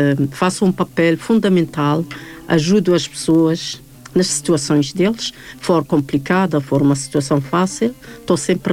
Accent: Berkane, Oriental, Morocco; Portuguese is a second language; moved away as an adult; also born or lived in central Morocco / Rabat; now in Portugal; Mas cresci na Berkane, numa cidade que faz fronteira com a Argélia, onde que eu estudei, onde que eu cresci com os meus pais.

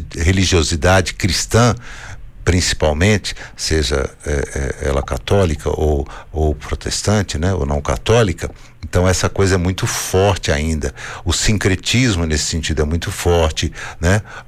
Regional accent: Brazil; now in Northern Portugal; Nós, enquanto brasileiros

